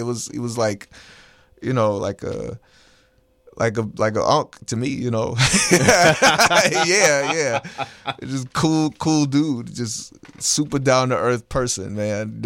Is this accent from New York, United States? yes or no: no; New Orleans, Louisiana, United States; growing up between like the 8 and the 7 ward and like, you know, going to the East.